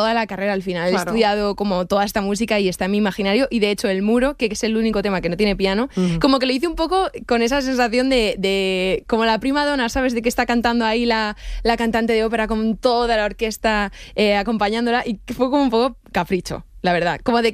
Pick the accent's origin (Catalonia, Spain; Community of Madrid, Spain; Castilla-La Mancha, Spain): Community of Madrid, Spain; Madrid; Pero yo sí, soy madrileña.